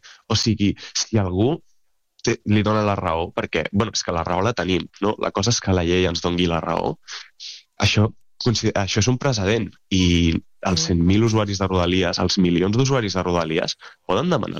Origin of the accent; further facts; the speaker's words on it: Pineda de Mar, Catalonia, Spain; moved away as an adult; now in Cerdanyola del Vallès, Spain; jo sóc de Pineda de Mar i ara visc a Cerdanyola.